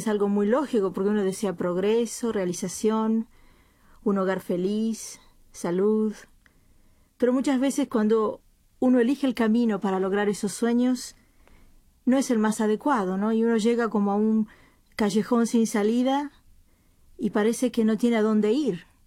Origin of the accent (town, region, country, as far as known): Argentina